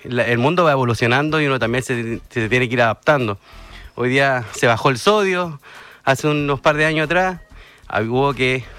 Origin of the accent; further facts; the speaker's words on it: Peñaflor, Santiago Metropolitan Region, Chile; moved away; Nosotros llegamos hace 6 años acá. Yo vengo de Peñaflor, conjunto con mi pareja.